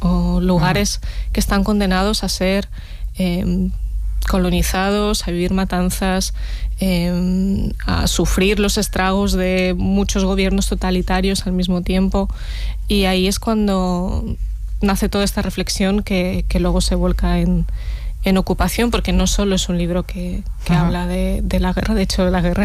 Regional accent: Los Alcázares, Region of Murcia, Spain; Yo crecí en un pueblo de Murcia llamado Los Alcázares, que está en el Mar Menor

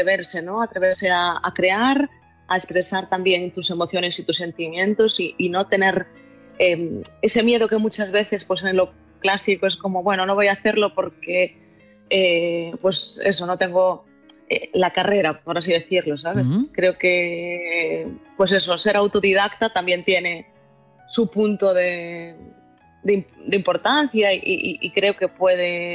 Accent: Galicia, Spain

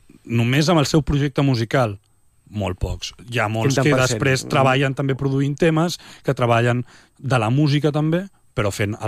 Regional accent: Gaüses, Catalonia, Spain; Gauses, a l'Empordà, és 40 habitants.

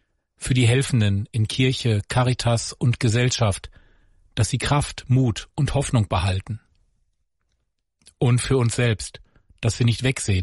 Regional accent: Recklinghausen, North Rhine-Westphalia, Germany; Und genau deswegen gibt es morgen einen eindringlichen Impuls in meiner Heimatstadt.

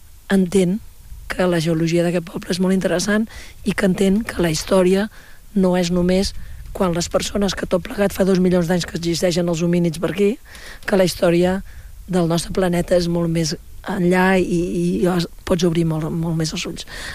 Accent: Caldes, Catalonia, Spain; Però jo soc de Caldes de tota la vida. La meva mare era de Caldes, el meu avi era de Caldes.

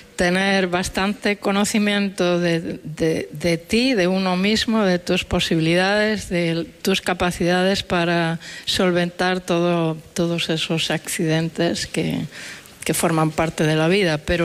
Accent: Boimorto, Galicia, Spain; born there; este lugar en el que he nacido y ha nacido toda mi familia, ¿no? La familia de mi padre está a escasísimos kilómetros de donde nacieron la familia de mi madre.

